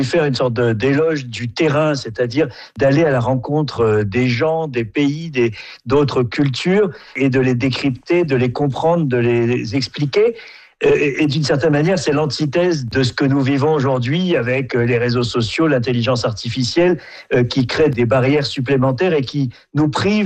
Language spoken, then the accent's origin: French; France; moved away as an adult; moi, j'étais un jeune Français, j'avais 23 ans quand je suis arrivé en Afrique du Sud